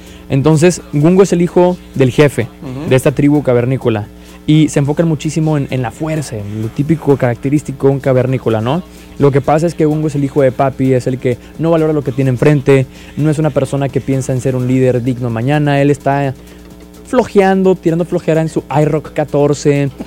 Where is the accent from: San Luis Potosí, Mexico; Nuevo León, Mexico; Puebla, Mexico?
Nuevo León, Mexico; Monterrey; somos regios y le decimos tío a la persona que conocemos hace dos minutos